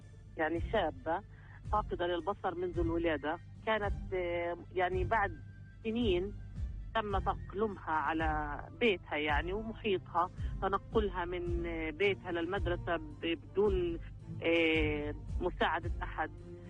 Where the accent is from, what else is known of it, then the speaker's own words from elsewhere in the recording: Gaza Strip, Palestine; أنا سكان الجنوب والتكريم كان في غزة، يعني أنا من الجنوب مقيمة هالجيت والتكريم في غزة